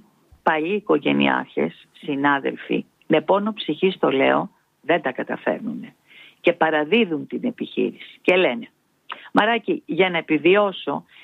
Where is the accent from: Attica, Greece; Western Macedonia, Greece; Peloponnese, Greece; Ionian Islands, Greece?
Attica, Greece; Piraeus; Είμαι ένας απλός, είμαι Πειραιώτισσα και τα λέω τα πράγματα με το όνομά τους.